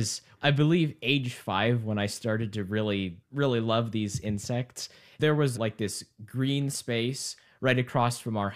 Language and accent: English; Omaha, Nebraska, United States; right in my home state of Nebraska.